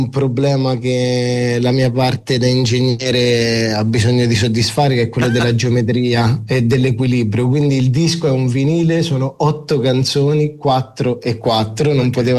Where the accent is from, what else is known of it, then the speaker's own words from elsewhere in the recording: Umbria, Italy; Sono umbro